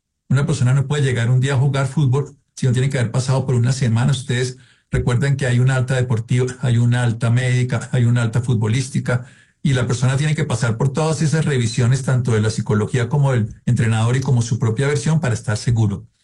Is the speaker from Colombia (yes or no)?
yes; Colombia; Pero como colombianos, dejemos las divisiones, dejemos todas las hipótesis que nos separan y juntémonos